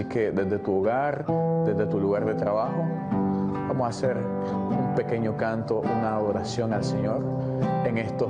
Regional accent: Nicaragua; Gracias a las personas que nos escriben mucho de Nicaragua, que es de donde soy.

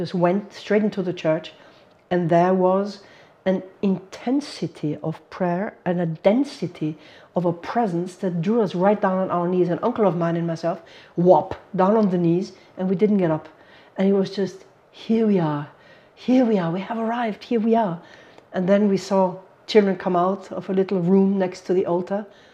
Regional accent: Munich, Bavaria, Germany; born there; English is a second language; And I am from Germany. I was born in Germany from a Hungarian father and a sort of Italian-German mother. So a mix of nations in our home. And I was born in Munich in many years ago, 1958.

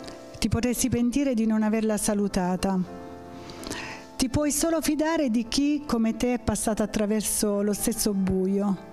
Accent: Calabria, Italy; io sono calabrese

